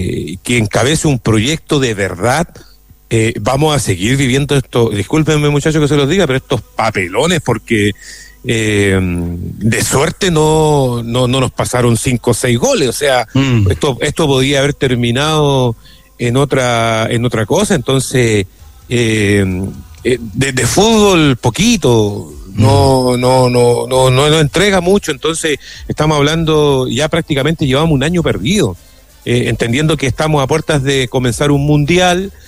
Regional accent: Chile; Pero el producto selección chilena está por el piso. O sea, lamentablemente somos los últimos de Sudamérica

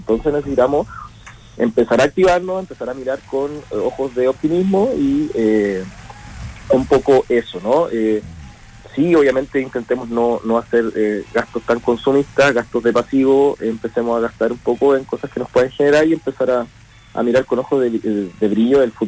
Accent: Chile; necesita que todos aportemos y que salgamos a la búsqueda y seguir como chilenos.

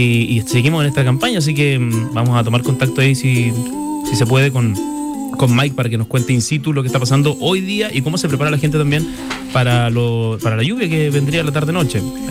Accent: Osorno, Los Lagos, Chile; La gente sabe que yo soy de Osorno

